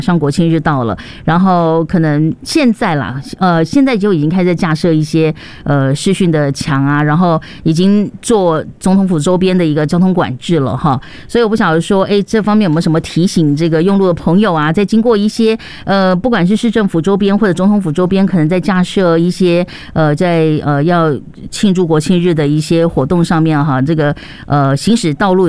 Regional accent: Taipei, Taiwan; 因为我自己从小就在台北

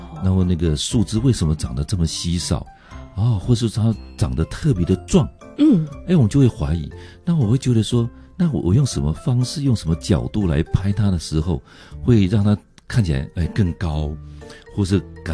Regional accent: Zhushan, Nantou County, Taiwan; 因为我是来自于南投竹山的小孩子哈

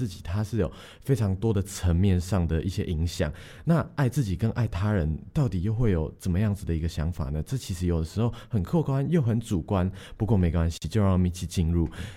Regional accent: Taiwan; 我们台湾人

